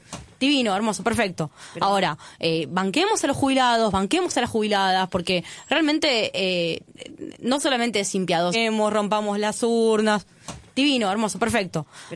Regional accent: Moreno, Buenos Aires Province, Argentina; me planteó una compañera de Moreno, yo soy de Moreno, una compañera de una agrupación política

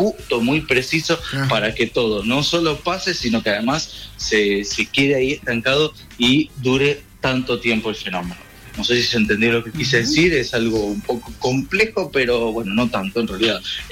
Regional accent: Buenos Aires, Argentina; En Buenos Aires, de donde vengo, uno está más acostumbrado a eso, pero en este caso no.

